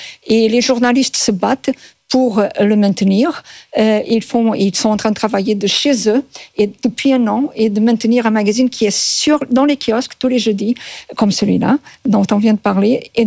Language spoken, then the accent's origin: French; Portugal; Moi, je suis portugaise à 100%.